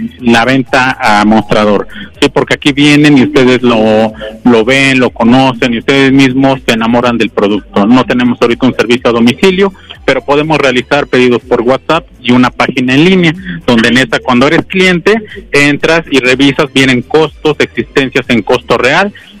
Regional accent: Apizaco, Tlaxcala, Mexico; como buena pisaquense que soy

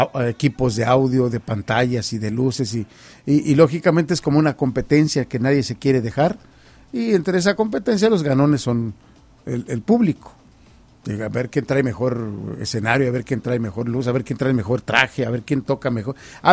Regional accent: Ciudad Nezahualcóyotl, State of Mexico, Mexico; born there; also born or lived in Guanajuato; Yo no nací en San Miguel, en Mengora, Guanajuato. Yo nací en Ciudad Neza.

